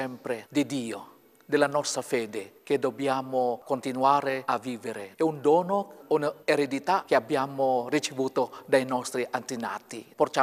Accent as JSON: {"language": "Italian", "country": "Philippines", "tie": "born or raised there", "second_language": "Italian", "moved": "as an adult", "lives_now": "Ricaldone, Italy", "said": "l'ambiente dove sono cresciuti nelle Filippine."}